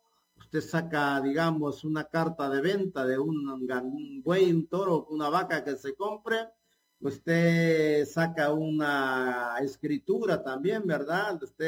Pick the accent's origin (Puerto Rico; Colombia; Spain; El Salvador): El Salvador; aquí como salvadoreños que somos nosotros